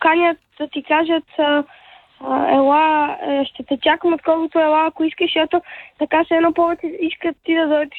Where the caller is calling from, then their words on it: Sofia, Sofia City, Bulgaria; аз съм … от София